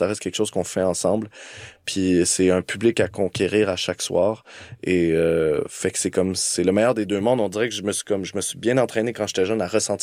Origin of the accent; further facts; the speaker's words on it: Montreal, Quebec, Canada; je viens de l'île des Sœurs, j'ai un milieu bourgeois